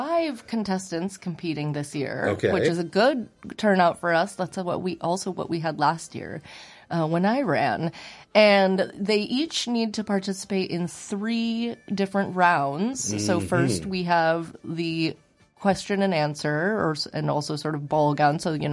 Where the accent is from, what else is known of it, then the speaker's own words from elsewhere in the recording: Arcata, California, United States; especially having grown up here. I grew up in Arcata